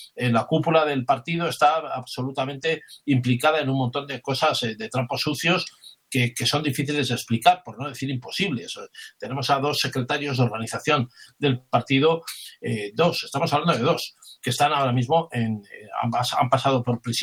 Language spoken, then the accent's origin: Spanish; Spain; nos compromete a todos como españoles